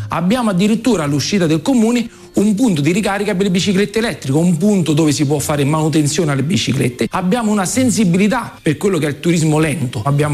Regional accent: Falvaterra, Lazio, Italy; anche da bambino vivevo lì con loro

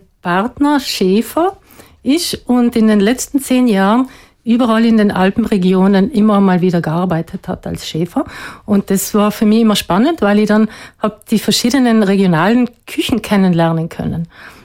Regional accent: Trentino-Alto Adige, Italy

